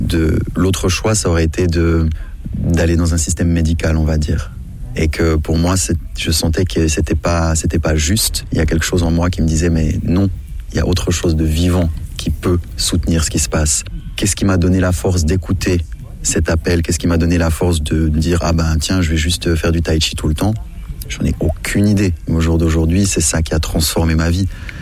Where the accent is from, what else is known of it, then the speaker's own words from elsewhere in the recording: Switzerland; born there; je suis né en Suisse. Ma famille, ils sont quasiment tous des entrepreneurs suisses